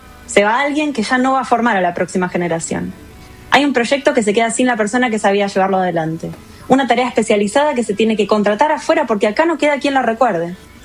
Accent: Argentina; moved away as an adult; now in Paris, France

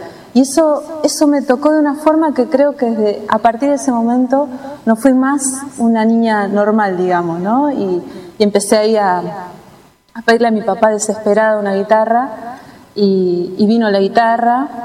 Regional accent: Laferrere, Buenos Aires Province, Argentina; yo crecí en La Ferrer, ahí en el límite entre González Catán, en la frontera de González Catán y La Ferrer. Y no llegaban los maestros de música a esa zona, ¿no? Era campo en aquel momento.

